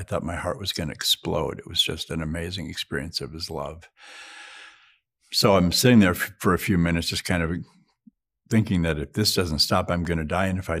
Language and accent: English; Duluth, Minnesota, United States; born or raised there